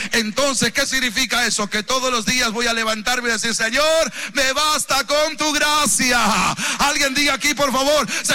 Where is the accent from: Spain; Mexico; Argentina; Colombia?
Argentina; en Argentina nosotros sacamos pecho como argentinos